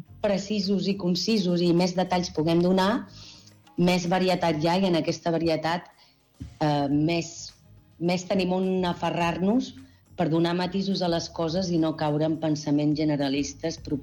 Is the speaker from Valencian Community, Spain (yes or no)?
no; Santa Coloma de Queralt, Catalonia, Spain; also born or lived in Igualada; jo vinc de Santa Coloma de Queralt i d'Igualada, i allà no es feia servir tampoc